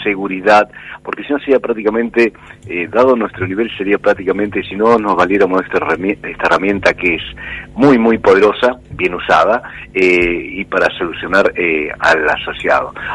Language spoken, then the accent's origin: Spanish; Pergamino, Buenos Aires Province, Argentina; also born or lived in Santa Fe; Pergaminense, de nacido, criado, salvo los 4 años que viví en la ciudad de Santa Fe, en la querida Facultad de Ciencias de la Administración.